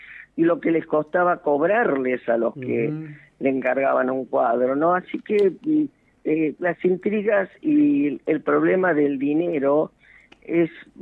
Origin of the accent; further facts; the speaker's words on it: Argentina; damos pruebas de que somos argentinos, que amamos, yo he recorrido mi país, lo amo